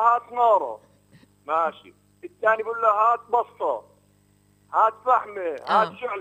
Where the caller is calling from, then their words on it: Nablus, West Bank, Palestine; accent: Nablusi; قلت الأمانة أنت نابلسي قلت له أنا نابلسي شو يعني عرفني من لهجتي